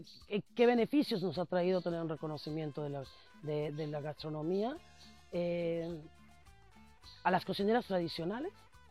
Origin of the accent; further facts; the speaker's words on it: Mexico; cuenta como mexicano que, porque a veces perdemos eso, perdemos esa, la conciencia de que estamos en un gran país con una diversidad impresionante en todos los sentidos, y a veces como mexicano nosotros no lo valoramos.